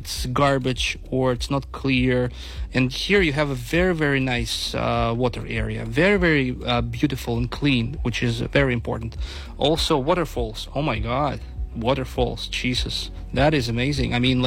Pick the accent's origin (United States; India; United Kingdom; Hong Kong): Hong Kong; English is a second language; I'm coming from Hong Kong. People can speak English, but they cannot speak French, and not all people speak English, for instance, right?